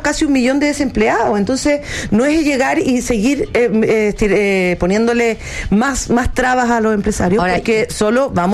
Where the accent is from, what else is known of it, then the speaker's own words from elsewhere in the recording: Chile; en el fondo tenemos una ansia como chilenos de que las cosas cambien